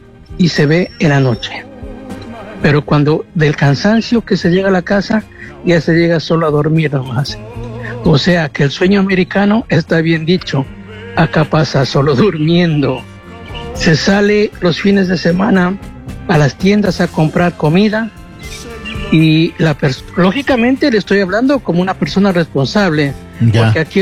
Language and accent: Spanish; Ecuador; moved away; No, nosotros somos ecuatorianos.